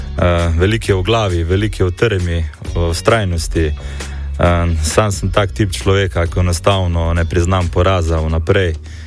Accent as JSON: {"language": "Slovenian", "town": "Velenje", "region": "Savinja", "country": "Slovenia", "said": "prihajam iz Velenja"}